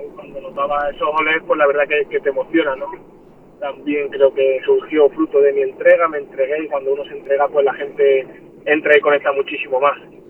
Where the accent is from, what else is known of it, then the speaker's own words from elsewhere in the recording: Cáceres, Extremadura, Spain; also born or lived in Arenas de San Pedro, Ávila, Spain; yo soy nacido en Arenas de San Pedro, pero desde muy pequeño me fui a vivir a Cáceres y la verdad que tengo el corazón dividido.